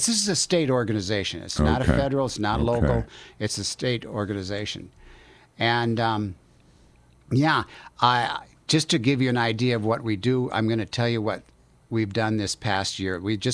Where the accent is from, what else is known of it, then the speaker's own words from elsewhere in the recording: Minnesota, United States; moved away as an adult; also born or lived in Montana; now in Las Cruces, United States; I grew up in Minnesota